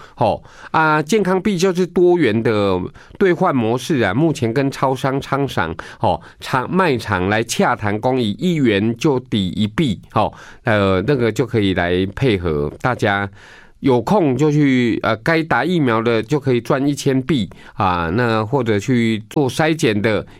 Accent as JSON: {"language": "Chinese", "country": "Taiwan", "said": "恭喜我们台湾人还福利做得不错了哈。"}